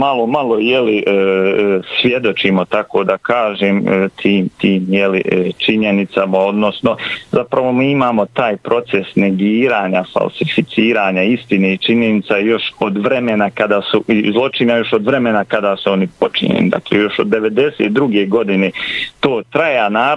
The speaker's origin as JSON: {"language": "Bosnian", "town": "Višegrad", "region": "Republika Srpska", "country": "Bosnia & Herzegovina", "said": "Ja sam konkretno iz Višegrada, ja danas idem u Višegrad"}